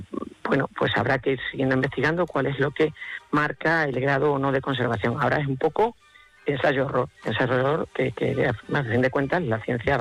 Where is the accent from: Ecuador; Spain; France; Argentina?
Spain; Extremadura